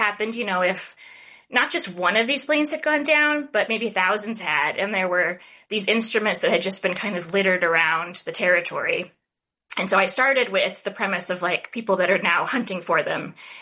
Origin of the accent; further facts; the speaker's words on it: Montana, United States; born there; also born or lived in Alaska; I was born in Alaska and then grew up partially on an island there and then in Montana, where I live now.